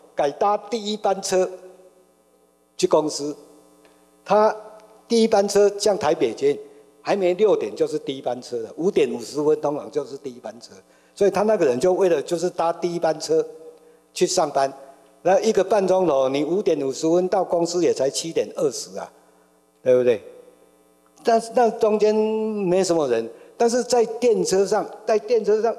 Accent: Taichung, Taiwan; 因为我是台中人，所以我觉得说，那我不如我家不要搬，我不如就是在台中另外买一个房子，所以我就是选择在那个郊区

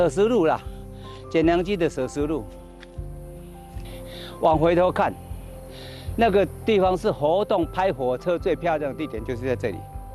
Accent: Taiwan; 我们讲台语讲冰糕

